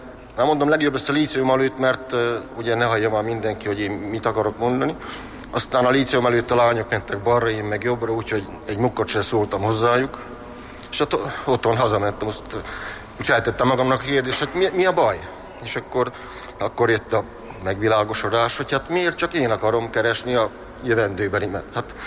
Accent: Egerbakta, Heves, Hungary; also born or lived in Eger; Egerbaktáról jöttem. Ott végeztem az általános iskolát, majd itt Egerben a Gárdonyi Géza gimnáziumban érettségiztem.

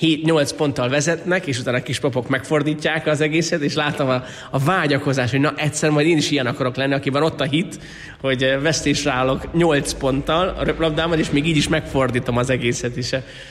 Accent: Miskolc, Borsod-Abaúj-Zemplén, Hungary; miskolciként Avason éltünk a szüleimmel, ott az egyházközségen belül nekünk ez egy fontos élmény volt, hogy görögkatolikus egyházhoz tartozunk

